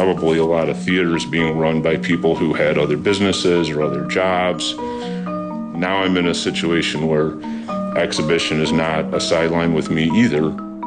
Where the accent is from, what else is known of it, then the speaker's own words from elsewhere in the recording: Grayling, Michigan, United States; I'm from Michigan and he was our senator.